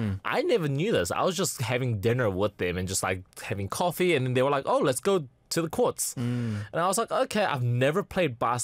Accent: New Zealand; I never played basketball because I was a small Asian kid amongst all the tall, you know, Kiwis in New

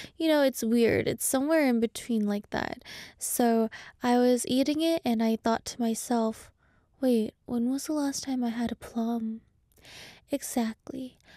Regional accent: Canada; now in South Korea; I remember having a lot of it when I grew up in Canada. After I came to Korea, it's hard to eat it because we don't eat it here.

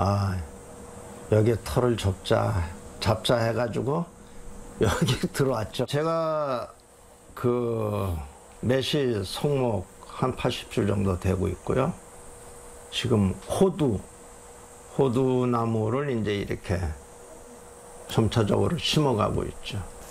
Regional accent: Chuncheon, Gangwon, South Korea; also born or lived in Daegu / Incheon; 전쟁 당시에 대구에서 태어났고 인천을 거쳐서 이제 춘천에서 어려서부터 지금까지 쭉 자라고 있죠. 그러니까는 군대 갔다 와서 직장 생활 한몇년 빼고는 계속 춘천에서 생활을 했다고 볼수 있습니다.

